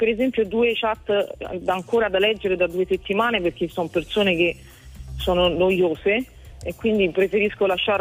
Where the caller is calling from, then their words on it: Rome, Lazio, Italy; Siamo da Roma.